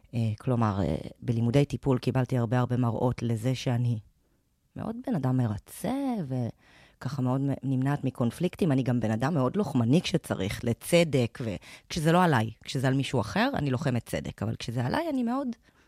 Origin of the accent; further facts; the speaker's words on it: Hod HaSharon, Central District, Israel; born there; נולדתי בעוד השרון